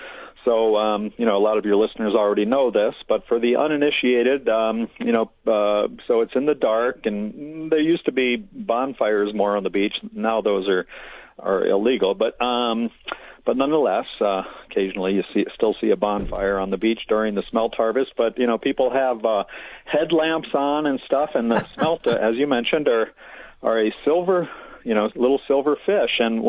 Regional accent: East Coast, United States; also born or lived in Minneapolis; now in Duluth, United States; I grew up on the East Coast, but I settled in Minneapolis to work within the Heart of the Beast Puppet Theater

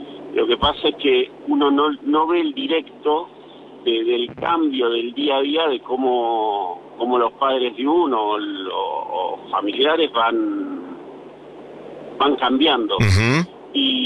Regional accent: Barcelona, Catalonia, Spain; De Barcelona, vivo en Barcelona.

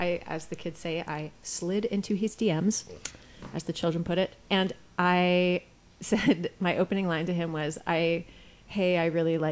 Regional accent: Los Angeles, California, United States; born or raised there; moved away as an adult; also born or lived in Berlin, Germany

